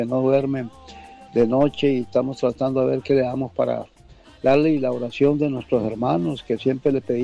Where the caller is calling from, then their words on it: Siquirres, Limón, Costa Rica; Somos de Siquirres, y un saludo especial para todos los pastores, evangelistas, predicadores, músicos.